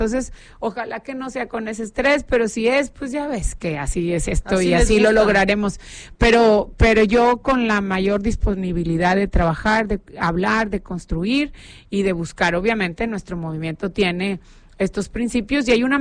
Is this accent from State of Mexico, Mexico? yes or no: no; Nuevo León, Mexico; lo que queremos es nosotros, como cualquier regio, ¿no?